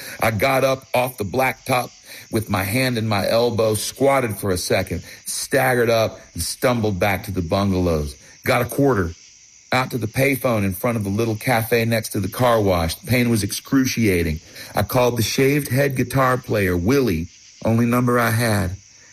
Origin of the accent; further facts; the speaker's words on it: Charlotte, North Carolina, United States; I played a bit of basketball. I was from Charlotte.